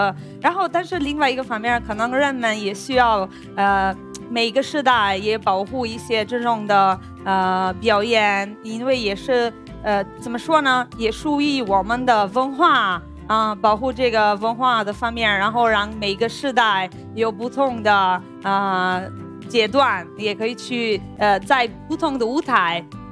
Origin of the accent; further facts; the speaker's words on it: Siena, Tuscany, Italy; Chinese is a second language; moved away as an adult; now in China; 我的老家谢娜在意大利那边